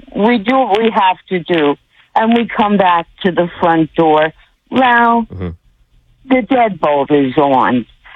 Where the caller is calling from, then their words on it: New Jersey, United States; I'm calling from South Jersey.